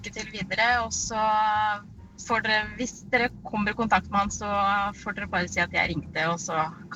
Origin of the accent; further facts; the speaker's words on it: Notodden, Vestfold og Telemark, Norway; Jeg er fra Notodden, eller fra nærmiljøet der, og jeg vokste opp med en nabo som heter Tor Olav Sperre